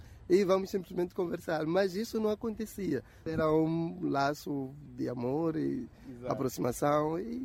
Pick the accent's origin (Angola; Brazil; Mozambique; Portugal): Mozambique; Maputo, Maputo City; E eu sou daqui de Maputo. Nasci aqui em Maputo, cresci aqui, estou aqui.